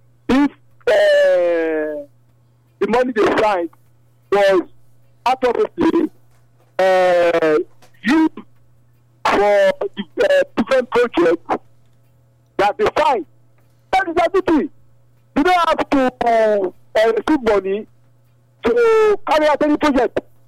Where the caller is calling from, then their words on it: Meru, Meru County, Kenya; I'm calling from Meru, sir.